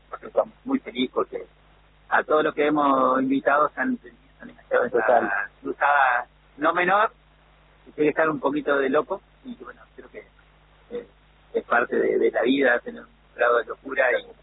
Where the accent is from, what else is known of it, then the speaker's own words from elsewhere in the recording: Viale, Entre Ríos, Argentina; born there; now in Paraná, Argentina; yo estoy acá a 50 kilómetros, tengo donde nací en Viales